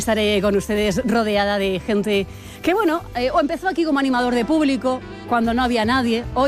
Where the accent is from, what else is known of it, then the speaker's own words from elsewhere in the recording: La Roda, Castilla-La Mancha, Spain; Que es que en La Roda se está tan bien en Castilla-La Mancha, se está tan bien en mi pueblo, en Albacete